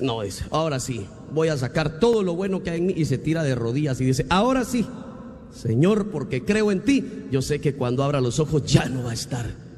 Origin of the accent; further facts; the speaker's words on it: Guatemala; moved away; allá en Guatemala, de donde yo soy originario, la universidad en la que yo estudié se llama Universidad de San Carlos de Guatemala.